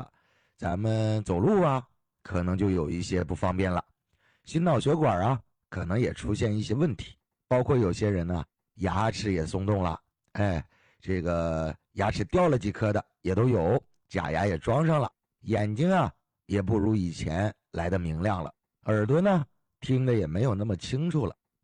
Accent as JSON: {"language": "Chinese", "region": "Heilongjiang", "country": "China", "tie": "born or raised there", "said": "那我们老家呢，黑龙江的，那就更冷了。那一到冬天，零下30度，那是很常见的事儿。你看，小的时候啊，这条件都不是特别的好。那个时候住的什么房子？有那种土坯房。"}